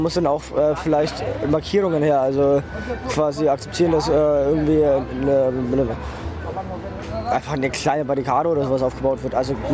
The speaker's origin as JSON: {"language": "German", "town": "Nuremberg", "region": "Bavaria", "country": "Germany", "said": "Ich bin nicht Freiburger, ich bin Nürnberger."}